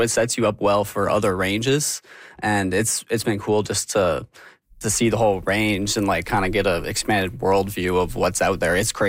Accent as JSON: {"language": "English", "town": "Calgary", "region": "Alberta", "country": "Canada", "tie": "born or raised there", "said": "I grew up in Calgary, and the Canadian Rockies are just the home range."}